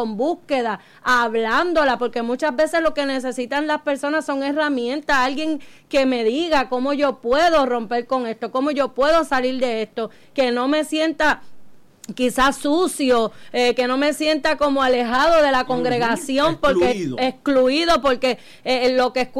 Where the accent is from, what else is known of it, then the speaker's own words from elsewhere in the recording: Puerto Rico; porque nosotros conocemos, o porque nos han hablado, porque somos puertorriqueños, ya todo el mundo sabe y conoce.